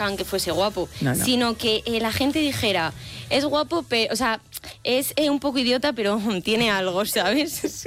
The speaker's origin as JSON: {"language": "Spanish", "town": "Salamanca", "region": "Castile and León", "country": "Spain", "said": "Y soy salmantina."}